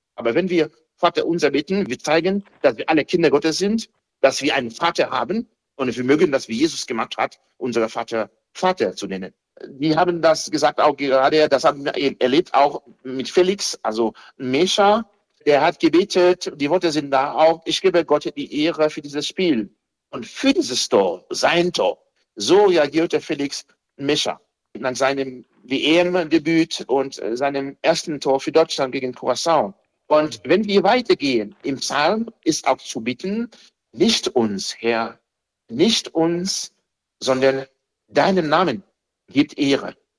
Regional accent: Dominican Republic; Oder in der Karibik, Haiti, Domrep, also mein Heimatland, leben die Menschen ihren Glauben anders.

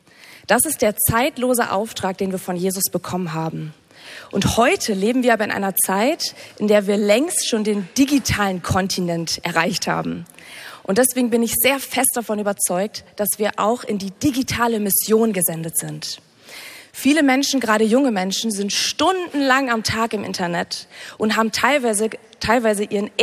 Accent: North Rhine-Westphalia, Germany; Eigentlich komme ich aber aus NRW.

